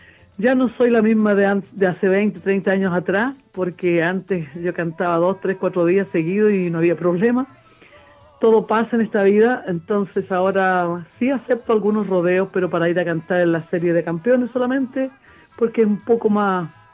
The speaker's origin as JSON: {"language": "Spanish", "country": "Chile", "said": "nosotros como chilenos"}